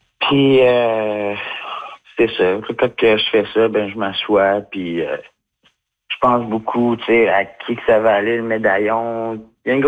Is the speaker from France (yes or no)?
no; Quebec City, Quebec, Canada; moi, j'ai grandi à Québec, puis clairement, si je viens de Pessamite, moi, j'ai grandi à Québec, on y va une fois de temps en temps, mais tu sais, j'ai jamais grandi, jamais resté là-bas.